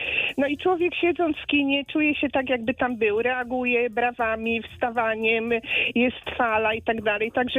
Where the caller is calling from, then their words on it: Wrocław, Lower Silesian Voivodeship, Poland; u nas we Wrocławiu